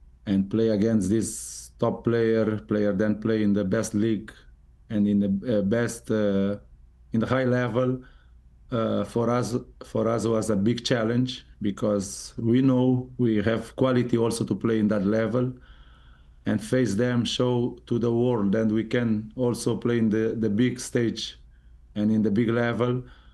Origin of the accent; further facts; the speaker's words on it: Cape Verde; we used to say we are from Cape Verde, but or Cabo Verde